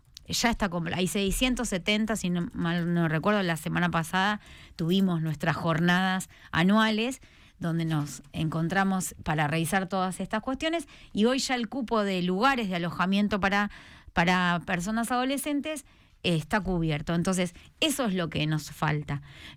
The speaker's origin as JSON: {"language": "Spanish", "country": "Argentina", "said": "Acá como sociedad, como argentinos"}